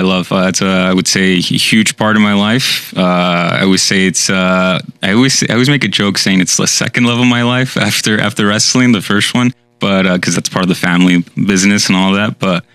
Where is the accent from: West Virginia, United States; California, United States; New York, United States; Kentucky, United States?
California, United States; Fontana; also born or lived in Upland, California / San Bernardino, California; we moved to some apartments in Fontana. And that's where I mostly grew up. Fontana and then half in San Bernardino as well.